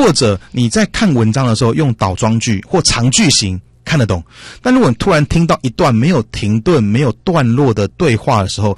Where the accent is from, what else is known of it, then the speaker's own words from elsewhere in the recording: Taiwan; 像我是做行销的，在台湾的英文我们说 marketing， 对不对？